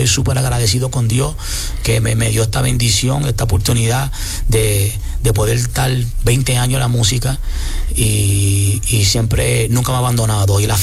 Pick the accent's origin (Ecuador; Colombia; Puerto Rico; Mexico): Puerto Rico; San Juan; Yo soy de San Juan.